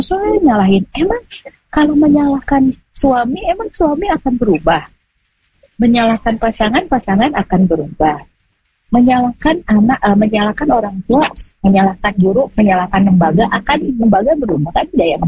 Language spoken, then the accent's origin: Indonesian; West Java, Indonesia; saya orang Sunda nih ya.